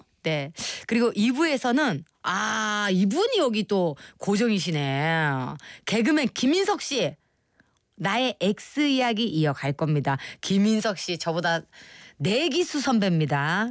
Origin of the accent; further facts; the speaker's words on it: Busan, South Korea; moved away; 제가 또 부산 교포잖아요, 여러분.